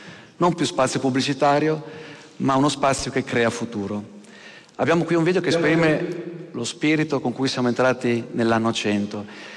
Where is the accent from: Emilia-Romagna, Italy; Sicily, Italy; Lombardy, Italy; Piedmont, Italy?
Emilia-Romagna, Italy; sono passato prossimità con la Romagna, che la mia terra natia mi genera ancora più emozione.